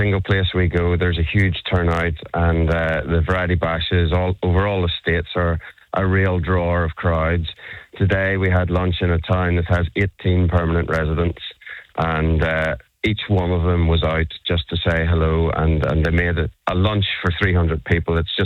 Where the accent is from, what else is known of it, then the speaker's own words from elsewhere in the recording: Ireland; now in Melbourne, Australia; I use factor 50 in Melbourne anyway. I'm Irish.